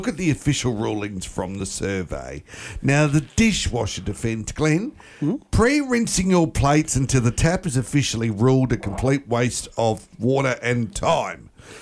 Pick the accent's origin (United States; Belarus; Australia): Australia; Tasmania; moved away; as we like to call it back in Tasmania